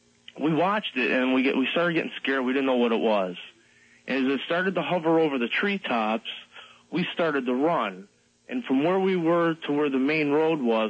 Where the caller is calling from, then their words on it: New York, United States; I'm calling from Western New York.